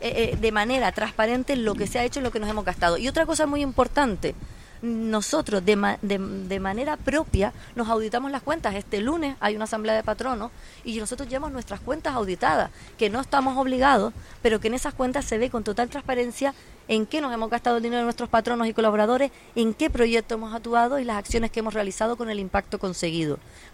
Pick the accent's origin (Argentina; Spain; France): Spain; Canary Islands; Somos canarios, somos isleños.